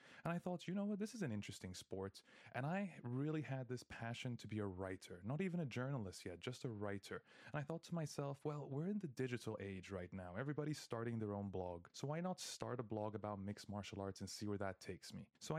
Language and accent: English; Egypt; So I'm Egyptian, I grew up in Egypt, and it's a place where everything is basically political, including the sports that you love.